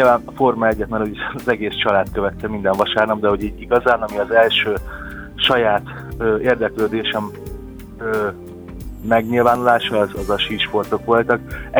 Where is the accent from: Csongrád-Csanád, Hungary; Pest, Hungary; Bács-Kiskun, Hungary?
Pest, Hungary; now in Budapest, Hungary; azért Cegléd közelében nőttem fel, és azért... kötődésem is